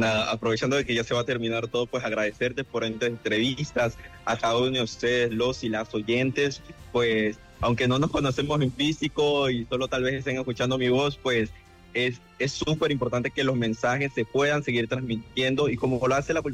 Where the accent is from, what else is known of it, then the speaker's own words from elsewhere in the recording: Esmeraldas, Ecuador; yo soy esmeraldeño y orgulloso me siento.